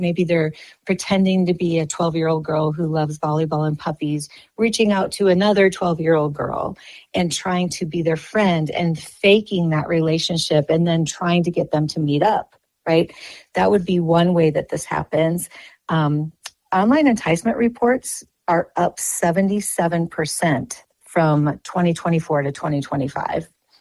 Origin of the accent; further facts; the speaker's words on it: Iowa, United States; thank God I'm from Iowa. Thank God I'm from a small town.